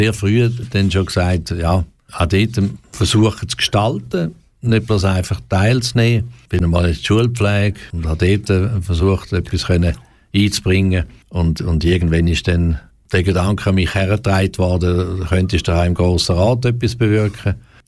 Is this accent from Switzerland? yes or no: yes; Romanshorn, Thurgau, Switzerland; ich habe als Bub in Romanshahn schon elektrische Sachen gebaut und verkauft